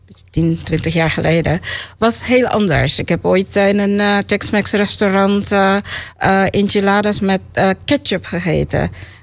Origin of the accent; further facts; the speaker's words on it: Suriname; born there; moved away; also born or lived in Dallas, Texas, United States; Nee, ik ben geboren in Suriname. En ik heb heel lang in Dallas, Texas gewoond.